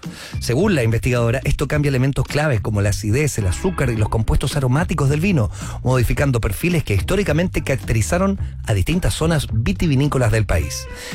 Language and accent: Spanish; Chile; es temprano, pero bueno, somos chilenos y tenemos licencias.